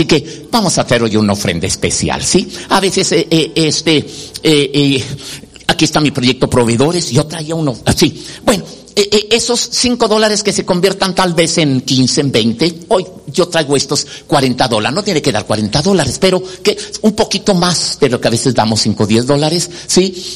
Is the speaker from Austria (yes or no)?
no; Mexico; en muchas iglesias los que venimos de México son los que por lo regular casi practicamos